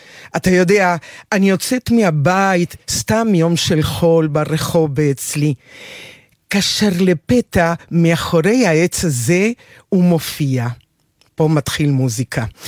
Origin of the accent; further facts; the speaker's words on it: Montevideo, Uruguay; Hebrew is a second language; now in Israel; אני מאורוגוואי, נולדתי במונטווידאו, עיר אווירה, קטנה וחמה